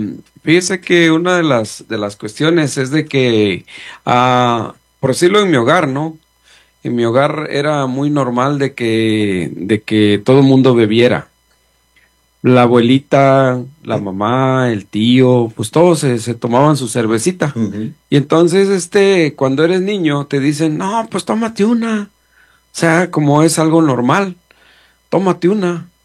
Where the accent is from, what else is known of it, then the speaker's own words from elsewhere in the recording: Mexico; born there; moved away; also born or lived in El Salvador; sobre todo allá en México, porque yo me crié en México